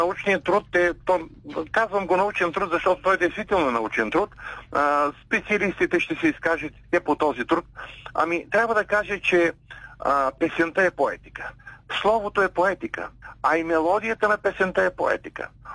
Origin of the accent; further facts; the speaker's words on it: Gramatikovo, Burgas Province, Bulgaria; Като малко дете, още 6 годишно, край моето родно село Граматиково е параклисът Свети Георги.